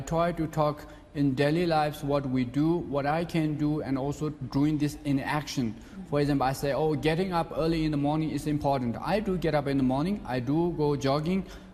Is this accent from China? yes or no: yes; Tibet, China; I think number one is when I say I'm from Xizang, they will think like, wow, this is number one.